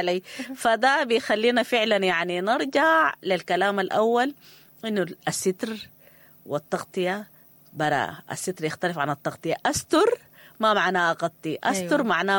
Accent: Sudan; احنا اعتدنا عليه يا ناس كسودانيين

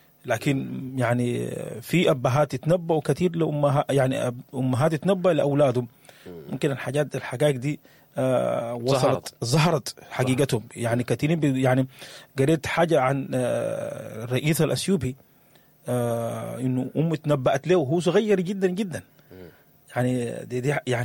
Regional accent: Sudan; إحنا كتار كسودانيين الحاجة دي ما قاعدين ننتبه لها

